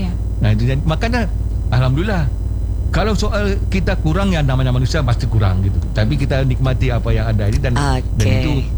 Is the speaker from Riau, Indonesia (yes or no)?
yes; Pekanbaru, Riau, Indonesia; kalau kami Melayu di Pekan Baru, jangankan sesuatu yang membahagiakan, kami beli motor, kami tepung tawar gitu.